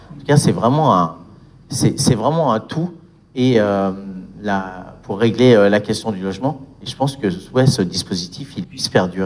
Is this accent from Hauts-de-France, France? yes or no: no; Grenoble, Auvergne-Rhône-Alpes, France; On a lancé Cohabiton parce que moi, je viens de Grenoble.